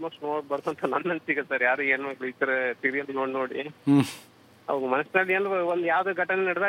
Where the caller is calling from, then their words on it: Ramatirtha, Karnataka, India; Harihara taluk Ramtirth sir.